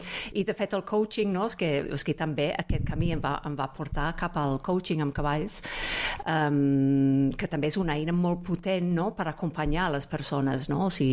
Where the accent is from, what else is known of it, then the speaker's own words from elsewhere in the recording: England, United Kingdom; Catalan is a second language; now in Catalonia, Spain; soc anglesa